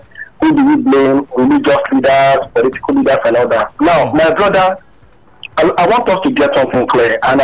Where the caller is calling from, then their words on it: Lagos, Nigeria; I'm calling from Meron.